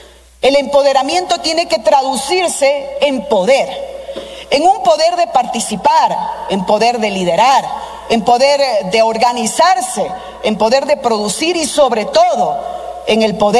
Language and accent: Spanish; Loja, Ecuador; Yo soy de Loja y como lojana conozco muy bien las dinámicas entre el centro y la periferia.